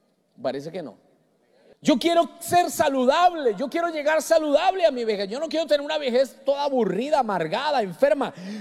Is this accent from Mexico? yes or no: no; Colombia; Yo soy colombiano y a los de Colombia nos dijeron, ustedes van a ganar